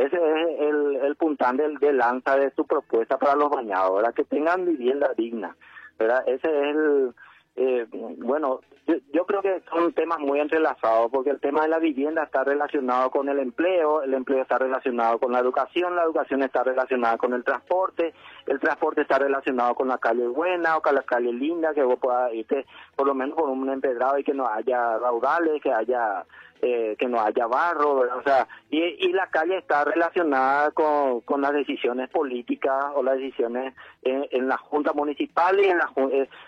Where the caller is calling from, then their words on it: Asunción, Paraguay; nosotros pues somos asunceno también, Luis, en el fondo pues somos asunceno porque vivimos en Asunción.